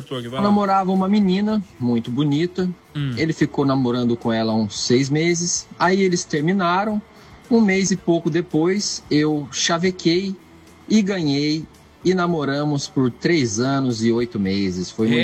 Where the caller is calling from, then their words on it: Lorena, São Paulo, Brazil; Sou de Lorena, interior de São Paulo.